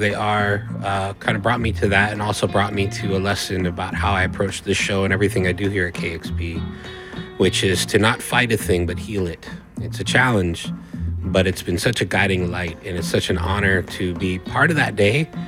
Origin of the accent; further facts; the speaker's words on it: Hawaii, United States; you invite a Hawaiian out to the cookout